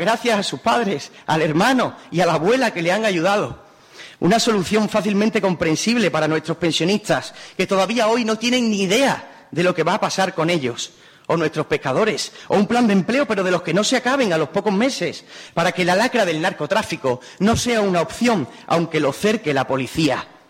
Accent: La Línea de la Concepción, Andalusia, Spain; also born or lived in Madrid; ¿Cuántas veces os ha pasado por la cabeza decir de Cádiz? De Cádiz no, señores, de la línea.

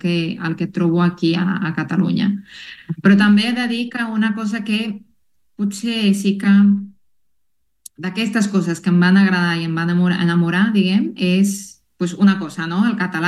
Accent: La Paz, Bolivia; Les persones més de muntanya, diguem, de la regió d'on vinc, de La Paz, potser, no? La societat és una miqueta més conservadora.

